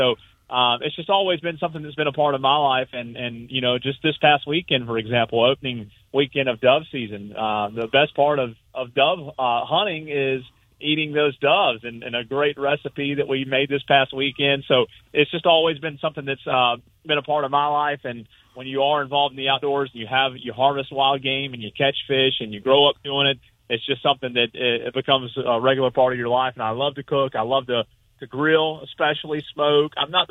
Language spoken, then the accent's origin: English; Spartanburg, South Carolina, United States; I'm from Spartanburg, and obviously the community of Spartanburg-Greenville are near and dear to my heart.